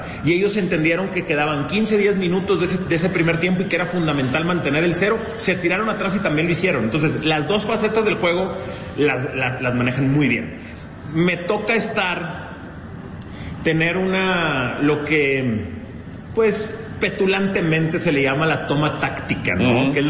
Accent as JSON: {"language": "Spanish", "country": "Mexico", "said": "un surgimiento de un orgullo mexicano que a mí en mis 37 años de vida no me habí"}